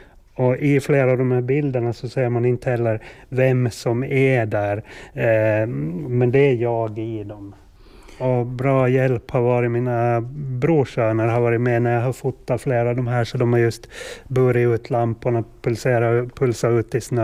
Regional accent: Sviby, Åland, Finland; Så det här är just fotograferade hemma i Sviby. Sen har vi Jungfruskär där vi var ofta med. Där var med föräldrarna när jag var en 8-10 år gammal. Vi var ofta där på somrarna. Och så de är alla bilder tagna på Åland och flera i Sviby barndomstrakten.

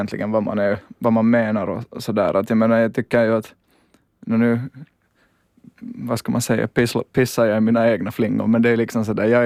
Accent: Espoo, Uusimaa, Finland; jag är från Esbo

